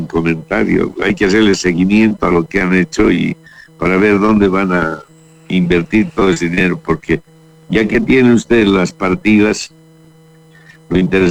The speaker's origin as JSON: {"language": "Spanish", "town": "Tarabuco", "region": "Chuquisaca", "country": "Bolivia", "tie": "born there", "moved": "yes", "lives_now": "Montero, Bolivia", "said": "Yo soy nacido en Tarabuco."}